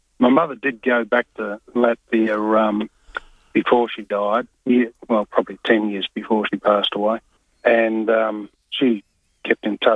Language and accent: English; Australia; my sister and I were only kids, and, you know, we're Aussie kids, you know. My mother had an accent, so she couldn't speak English that well